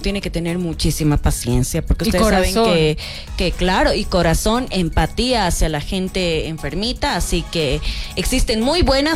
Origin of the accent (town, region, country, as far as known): Bolivia